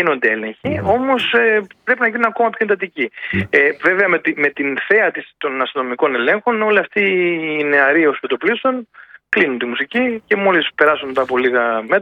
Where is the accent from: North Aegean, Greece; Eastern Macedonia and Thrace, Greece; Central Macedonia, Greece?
North Aegean, Greece; Samos; now in Attica, Greece; στην πατρίδα, πατρίδα μου, τη Σάμου, το νησί μου, το οποίο περαγαπώ και πάρα πολύ ωραίο νησί.